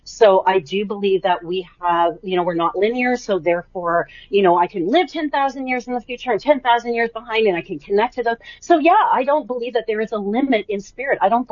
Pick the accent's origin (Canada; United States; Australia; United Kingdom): Canada; I'm Canadian